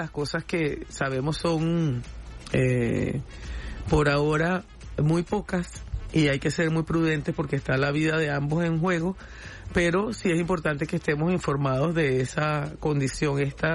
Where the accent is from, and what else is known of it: Venezuela